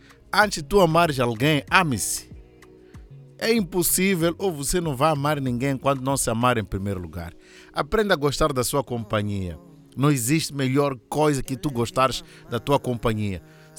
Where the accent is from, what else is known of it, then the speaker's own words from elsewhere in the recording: Muxenga, Tete, Mozambique; sou de Muxenga, distrito de Xangara.